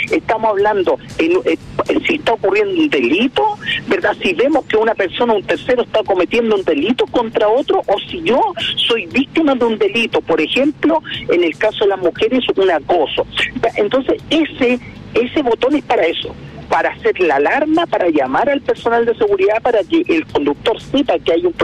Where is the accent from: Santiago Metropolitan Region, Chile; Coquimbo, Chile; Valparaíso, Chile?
Valparaíso, Chile; Viña del Mar; porque yo soy de la Quinta Región, soy de Viña del Mar, vi lo que ocurrió.